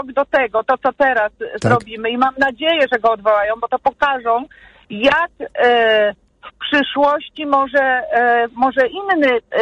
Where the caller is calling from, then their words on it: Kraków, Lesser Poland, Poland; Ja jestem krakowianką